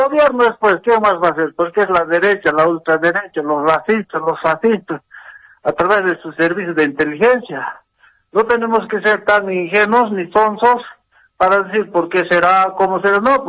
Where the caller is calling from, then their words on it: Potosí, Bolivia; Habla del sureste potosino